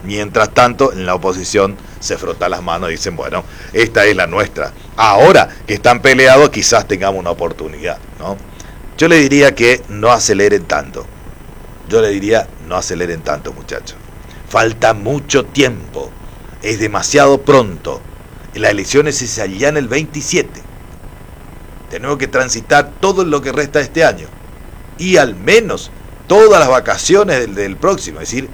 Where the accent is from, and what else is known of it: Argentina